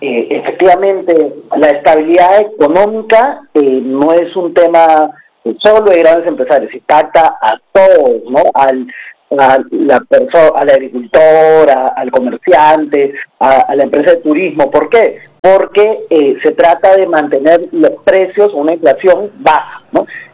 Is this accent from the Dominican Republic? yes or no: no; Peru; nosotros como peruanos